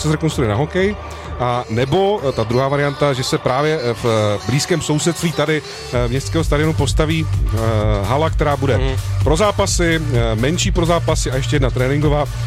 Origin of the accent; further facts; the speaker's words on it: Ostrava, Moravian-Silesian Region, Czechia; nás tady Ostravany zajímá